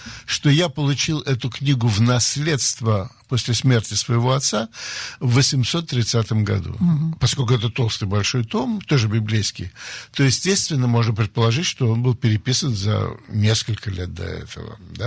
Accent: Saint Petersburg, Russia; Слушайте, я мальчик питерский, занимался каратэ, прошел русскую армию советскую, вообще командиром танка был

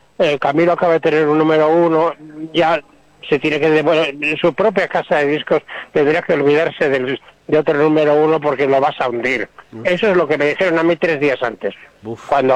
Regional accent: San Sebastián, Basque Country, Spain; now in Torrelodones, Spain; me pasa a mí lo mismo siendo de San Sebastián

